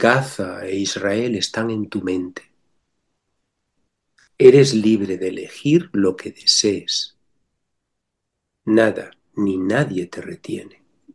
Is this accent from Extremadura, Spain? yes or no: yes; Extremadura, Spain; Soy extremeño profundo, pero no se nota.